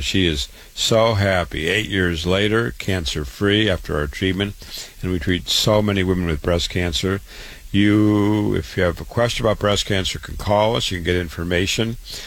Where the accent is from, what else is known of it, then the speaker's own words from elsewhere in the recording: Waterloo, Iowa, United States; born there; I was born in Waterloo, Iowa, went to university, public schools first